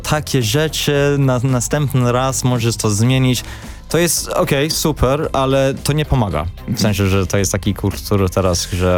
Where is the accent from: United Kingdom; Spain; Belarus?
United Kingdom; England; Polish is a second language; moved away as an adult; now in Poland